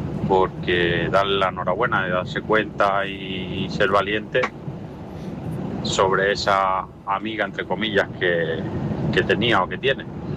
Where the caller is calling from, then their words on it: Ciudad Real, Castilla-La Mancha, Spain; de Ciudad Real.